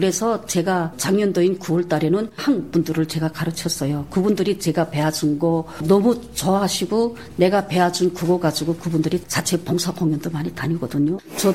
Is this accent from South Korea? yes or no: no; Wonsan, Kangwon, North Korea; 가고 싶은 거는 당연하게 저희 고향이죠. 특히나 저희 송도원이라고 할 때는 거기는 놀이터들이 있고